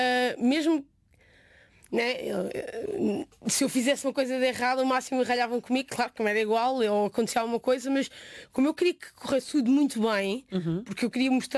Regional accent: Santarém, Portugal; A verdade é que eu sou do Distrito de Santarém, sou o último concelho do Distrito de Santarém, enfiado literalmente dentro de Castelo Branco.

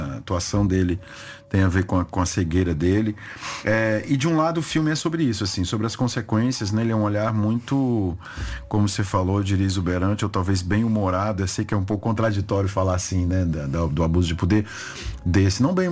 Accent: Brazil

